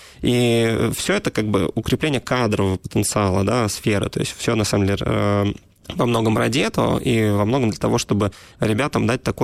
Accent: Saint Petersburg, Russia; Я родился в Петербурге и вырос в Санкт-Петербурге

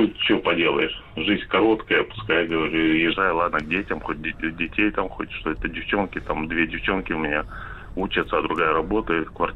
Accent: Sovetskaya Gavan, Khabarovsk Krai, Russia; moved away as an adult; now in Anapa, Russia; Слушатели, я из Анапы. Такое вот, ну, ругались, как бы, я сам дальневосточник, Советская Гавань

